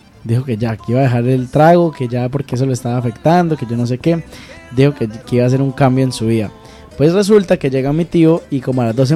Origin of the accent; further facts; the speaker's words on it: Florencia, Caquetá, Colombia; raíces huilenses. Sí, y bueno, no, pues es muy curioso porque, aunque no, yo nací en Florencia y me crié allá, pero siempre fue como muy, muy, muy común venir mucho por estos lados.